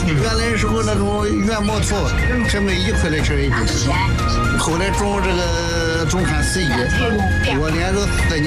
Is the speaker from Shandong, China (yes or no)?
yes; Mengyin County, Shandong, China; 我呢是蒙阴县地地道道的本地人，我从小呢在山里长大。